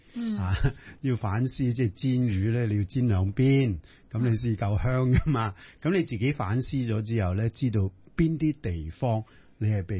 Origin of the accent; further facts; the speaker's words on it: Chaozhou, Guangdong, China; 一碟呢我们潮州人很喜欢吃的咸酸菜送白粥